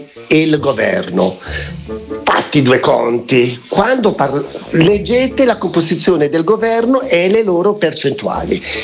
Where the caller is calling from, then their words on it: Milan, Lombardy, Italy; da Milano